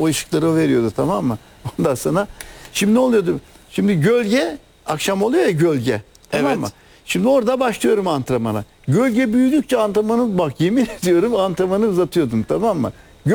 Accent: Çorum, Turkey; Çorumluyuz. Dünyadan sorumluyuz ya. Metin Akkuş var bizim Çorum'da.

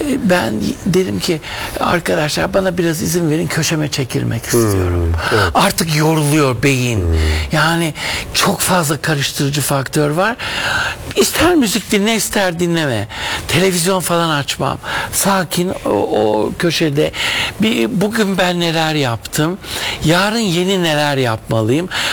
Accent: Istanbul, Turkey; İstanbul'da doğdum büyüdüm. Evet. Levent ve Beylerbeyi arasında ve Mecidiyeköy.

